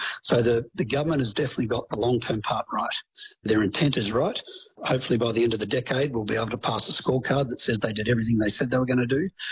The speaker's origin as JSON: {"language": "English", "country": "Australia", "said": "As an Australian, I'm slightly concerned."}